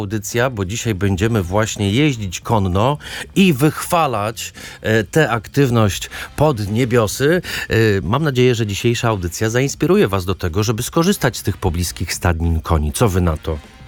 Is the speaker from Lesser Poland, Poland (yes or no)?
no; Podlaskie Voivodeship, Poland; moved away; to są moje rodzinne strony.